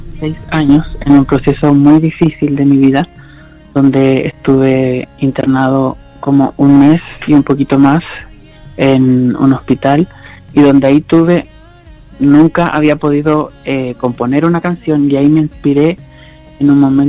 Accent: Maullín, Los Lagos, Chile; now in Puerto Varas, Chile; en Maullín, ya que nací y fui criado casi toda mi infancia y adolescencia allá.

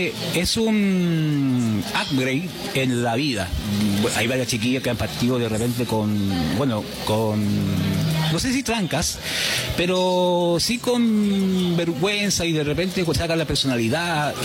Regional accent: Valparaíso, Chile; yo que vivo en Valparaíso y vengo de Playa Ancha, y de repente hasta de Playa Ancha cuesta llegar.

